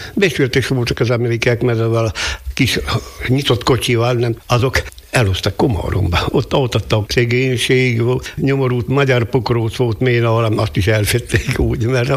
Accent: Borsod-Abaúj-Zemplén, Hungary; Hova valók vagyunk? A Tornai arra.

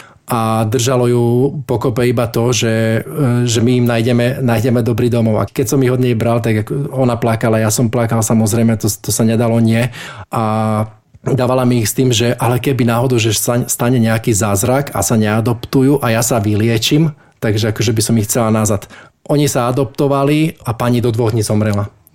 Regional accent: eastern Slovakia, Slovakia; u nás na východe

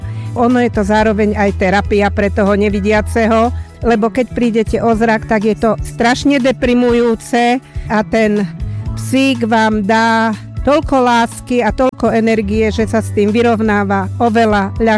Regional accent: Banská Bystrica, Banská Bystrica Region, Slovakia; Som Bystričanka a o zrak som prichádzala postupne

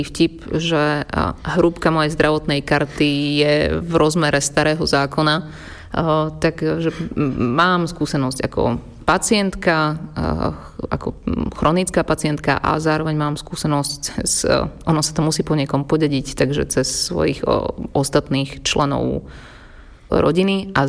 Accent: Martin, Žilina Region, Slovakia; moved away; ja som Martinčanka a študovala som na gymnáziu Viliama Pavliniho Tóta

